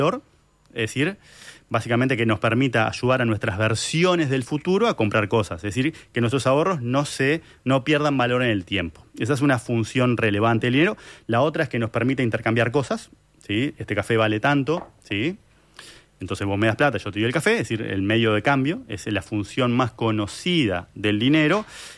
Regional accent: Uruguay

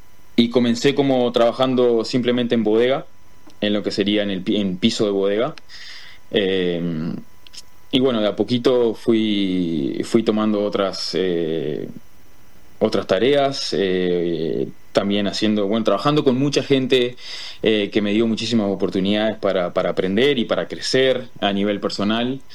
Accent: Colonia, Uruguay; moved away as an adult; also born or lived in New Zealand; now in Oregon, United States; Yo, cuando salí de Uruguay, no era enólogo.

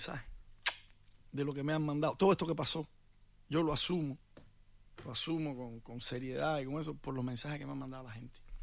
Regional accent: Cuba; En Cuba, en mi pueblo, ahí, uno de los líderes más grandes de, o que más mediático era en la oposición en Cuba era de mi pueblo

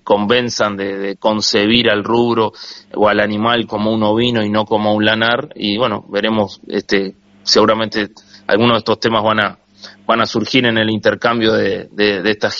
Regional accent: Uruguay; como uruguayos somos bastante conservadores

